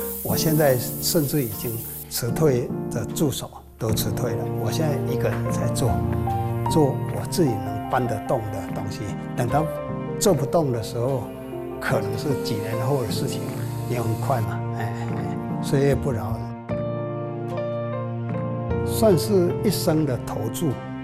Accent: Nantou County, Taiwan; 我是南投民间出生的，所以那个土地的小时候的记忆全部都留在我的生涯里面，所以我一直很爱台湾这块土地，就是当然南投是我的出生地，我非常依恋这块土地的。

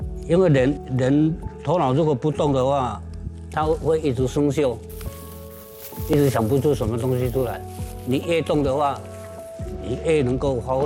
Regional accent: Taiwan

